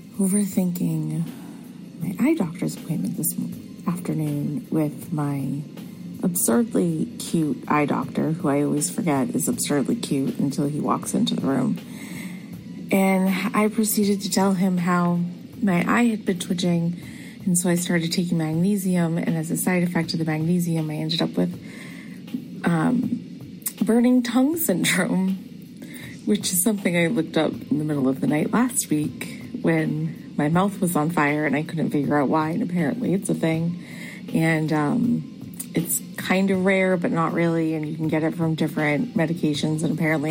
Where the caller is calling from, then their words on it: New Hampshire, United States; I'm from New Hampshire